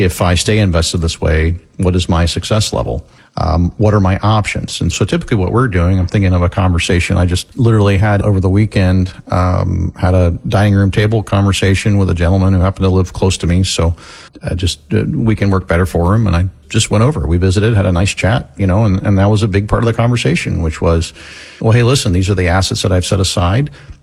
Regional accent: Florida, United States; And so we were aware growing up in Florida that school teachers in Florida didn't get paid as much

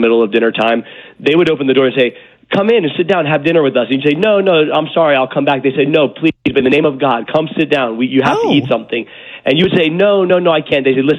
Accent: Atlanta, Georgia, United States; I'm born and raised in Atlanta.

